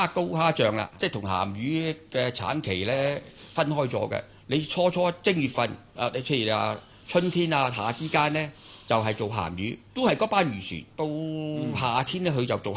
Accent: Hong Kong; 我哋就叫我哋香港人又叫銀蝦啦

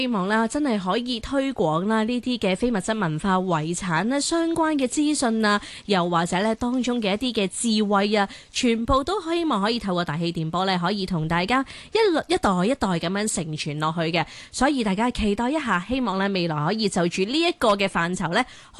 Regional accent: Hong Kong

